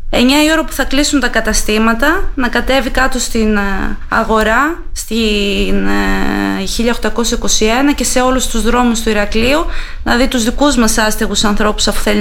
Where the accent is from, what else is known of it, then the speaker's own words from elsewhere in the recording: Greece; Με ρωτήσαν κατευθείαν αν είμαι Ελληνίδα. Κατευθείαν το πρώτο πράγμα ήταν Greek. Τους λέω ναι.